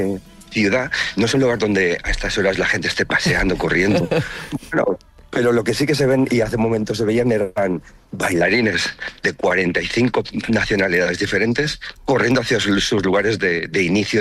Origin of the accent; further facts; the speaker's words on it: Tortosa, Catalonia, Spain; born there; Yo, como ciudadano que nací aquí en Tortosa